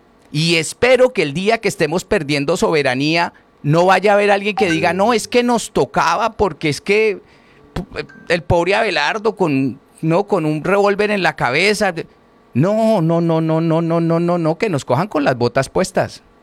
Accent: Colombia; yo soy colombiano y defenderé mi patria hasta donde toque.

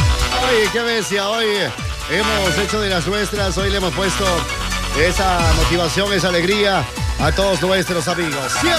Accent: Ecuador

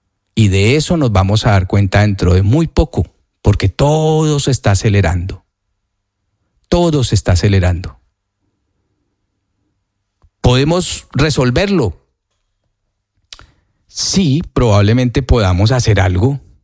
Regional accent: Colombia; somos muy queridos los colombianos

